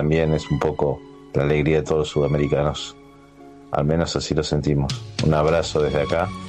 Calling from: Uruguay; Buenas noches, Alejandro, desde Uruguay. …

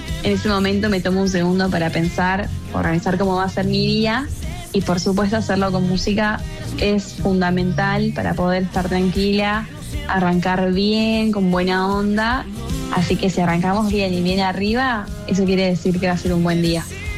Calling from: Los Polvorines, Buenos Aires Province, Argentina; soy de Polvorines

